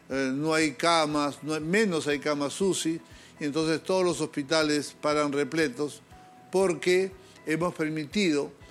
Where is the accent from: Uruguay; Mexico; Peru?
Peru; como un ciudadano peruano que conoce mucho el Perú